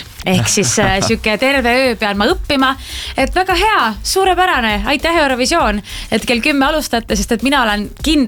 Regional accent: Tallinn, Harju County, Estonia; kui ma olen Mustamäel, mina kasvasin üles Mustamäel

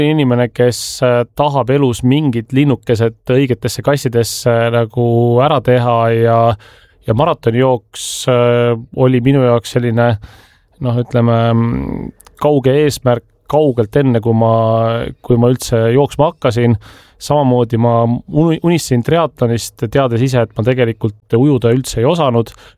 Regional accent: Tallinn, Harju County, Estonia; õismäelane, kus ma tegelikult pärit olen või suure osa elust elanud

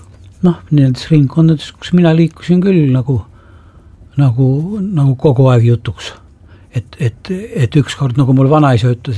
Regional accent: Tartu, Tartu County, Estonia; also born or lived in Siberia; Minu ema oli Siberis, ma ise olen sündinud seal. Mu vanaonu on maha lastud, mu onu on maha lastud ja ma kasvasin arstide perekonnas Tartus

